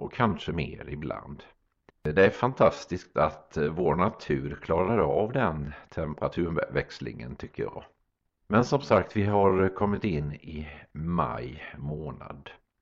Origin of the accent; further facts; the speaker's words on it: Sweden; Forsrum där jag kommer ifrån.